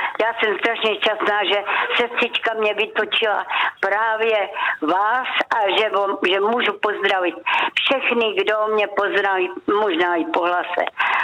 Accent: Hradec Králové, Hradec Králové Region, Czechia; Doma v Hradci, i když říkám, že v Hradci jsem se narodila a v Hradci si umří

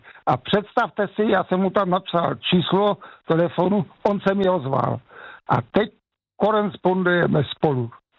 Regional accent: Náklo, Olomouc Region, Czechia; now in Šternberk, Czech Republic; kdy jsem se odstěhoval z Nákla, jako z té vesnice do Štemberka, než jsme postavili dům

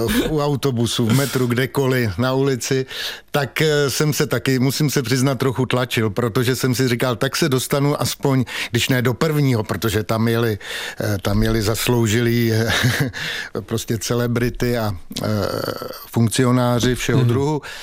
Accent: Prague, Czechia; Já když jsem byl kluk a vyrůstal jsem v Praze na Starém Městě, tak jsem s kamarády, ze spolužáky ze základní školy jsme chodili na Petřín.

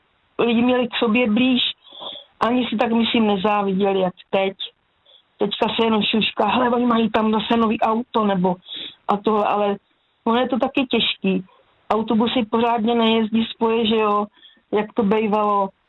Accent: Hladov, Vysočina Region, Czechia; Vyrůstali jsme na Hájence, na Hladově

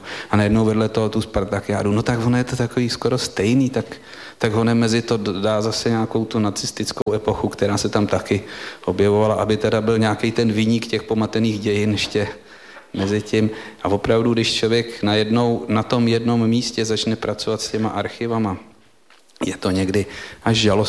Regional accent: Prague, Czechia; jsem rodák z Dlouhé třídy

